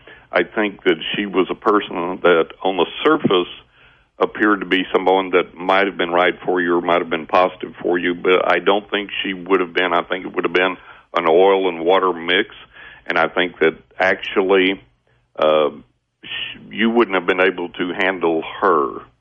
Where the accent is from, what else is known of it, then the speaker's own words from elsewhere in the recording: Texas, United States; Well, I am from West Texas, Lance.